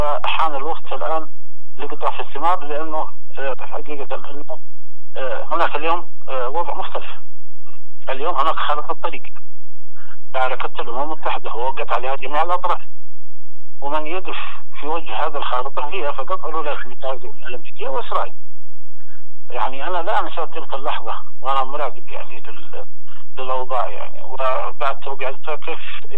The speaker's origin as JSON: {"language": "Arabic", "country": "Yemen"}